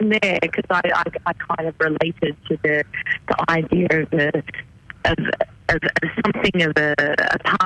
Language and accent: English; Nashdale, New South Wales, Australia; now in Central Coast, Australia; originally from Nashdale myself.